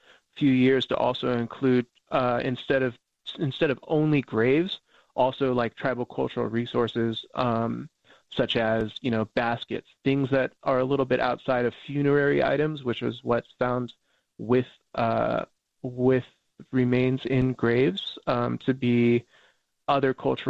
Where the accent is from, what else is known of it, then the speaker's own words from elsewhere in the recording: Alameda, California, United States; I was adopted out of my tribe at birth and born and raised in Alameda